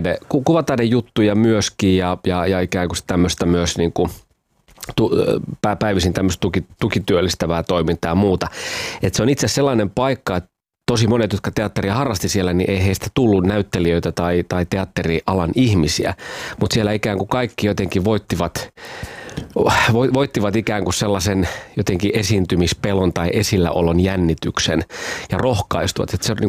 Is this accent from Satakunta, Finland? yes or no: yes; Pori, Satakunta, Finland; born or raised there; also born or lived in Kuorevesi